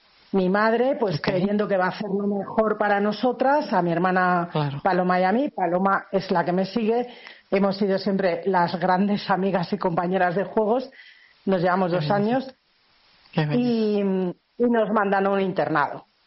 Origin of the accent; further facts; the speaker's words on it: Spain; born there; yo nací en una familia muy católica en España, como podéis ver por mi acento, en el año 64. Claro. Tengo 62 años.